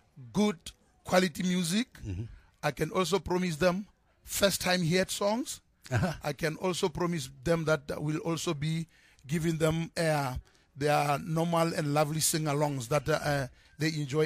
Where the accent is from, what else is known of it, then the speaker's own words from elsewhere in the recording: Thaba Nchu, Free State, South Africa; No, we're from Mangaung. There are guys from, example, me. I'm from Tabanchu, born and bred